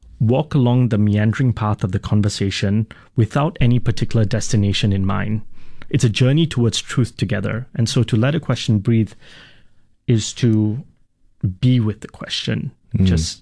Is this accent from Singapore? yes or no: yes; Singapore; I grew up in Singapore